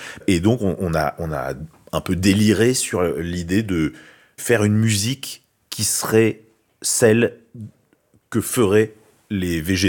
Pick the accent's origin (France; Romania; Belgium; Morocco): France; Paris, Île-de-France; en tant que Parisien, dans les années 2000 ou 2010, ayant accès au monde entier, à Internet